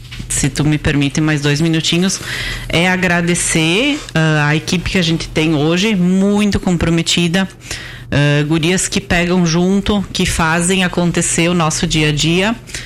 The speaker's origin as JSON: {"language": "Portuguese", "town": "Veranópolis", "region": "Rio Grande do Sul", "country": "Brazil", "tie": "born or raised there", "lives_now": "Vila Flores, Brazil", "said": "É, eu sou natural de Veranópolis e moro em Vila Flores"}